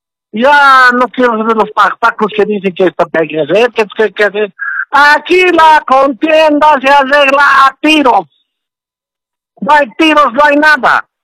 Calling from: El Alto, La Paz, Bolivia; del Alto.

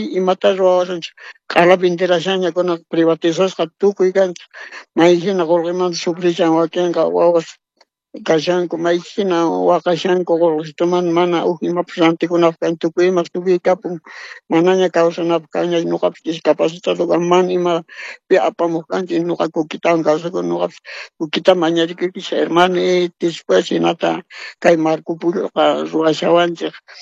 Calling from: Cochabamba, Bolivia; Cuchabamba … Tiquipa, estoy llamando

